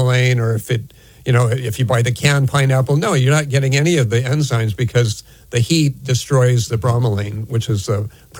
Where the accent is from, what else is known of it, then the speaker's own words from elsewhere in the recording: Hawaii, United States; I grew up in Hawaii, and actually I knew one of the prime researchers.